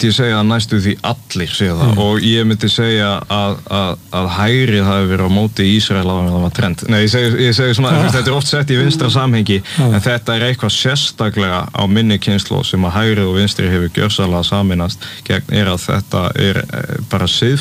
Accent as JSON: {"language": "Icelandic", "town": "Grímsnes", "region": "Southern Region", "country": "Iceland", "said": "Og það, ég er úr Grímsnesinu, ég bjó í gullna hringnum"}